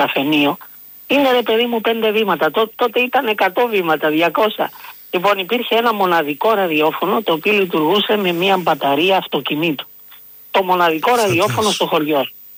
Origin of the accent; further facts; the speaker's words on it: Agia Varvara, Greece; Ήθελα να σου πω κάτι που μου έμεινε από την Αγία Βαρβάρα, το χωριό μου. Ήμουνα το 44 γεννηθής, αλλά το 50 περίπου εκεί.